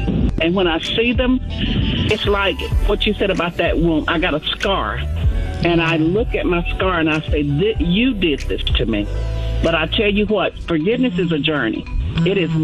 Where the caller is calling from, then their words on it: United States; I'm calling from Douglas County.